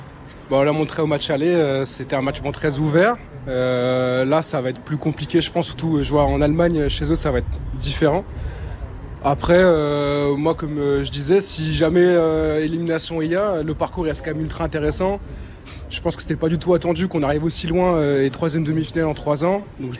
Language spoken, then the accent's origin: French; France; Bon, même si on est français, ça fait quand même du mal qu'il soit contre le PSG ce soir